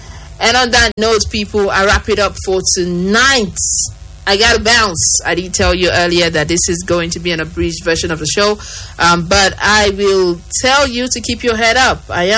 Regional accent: Nigeria; you know, if you're not living the reality that we Nigerians live

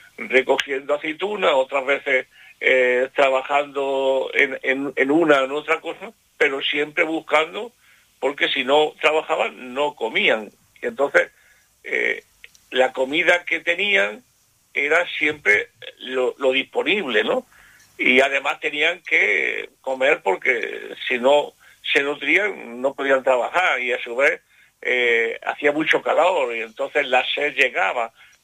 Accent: Canary Islands, Spain; Entre los gandules, los primeros somos los canarios y los andaluces.

